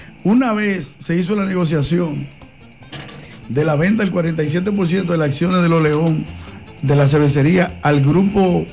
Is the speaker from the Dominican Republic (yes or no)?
yes; Dominican Republic; nosotros los dominicanos es lo contrario